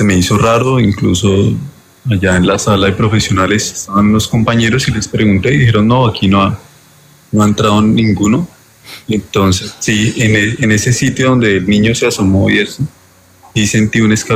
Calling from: Tena, Cundinamarca, Colombia; Yo les hablo desde Tena, Cundinamarca.

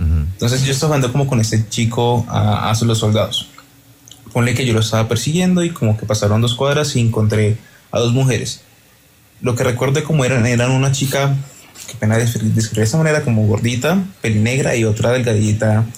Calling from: Bogotá, Colombia; En este momento me encuentro en Bogotá

